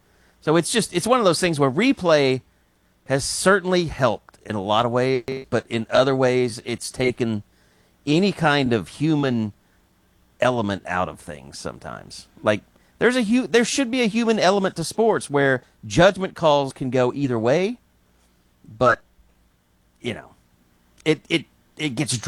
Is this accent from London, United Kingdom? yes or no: no; Scotland, United Kingdom; that sounds Irish to me. As a Scotsman, I'm going to say that's Irish.